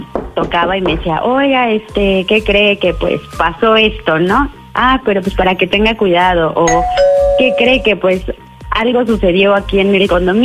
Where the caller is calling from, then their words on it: Guadalajara, Jalisco, Mexico; Tengo 36 años y te marco desde Guadalajara.